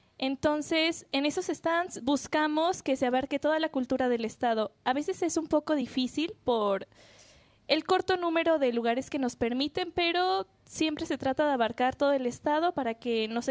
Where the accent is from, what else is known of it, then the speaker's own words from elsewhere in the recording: Michoacán, Mexico; yo soy de Michoacán. Es un estado hermoso.